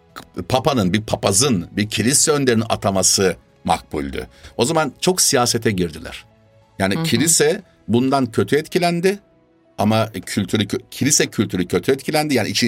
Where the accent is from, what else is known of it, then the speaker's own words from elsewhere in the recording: Sivas, Turkey; Ama kurtuluş, işte sen Sivaslısın, ben Sivaslıyım.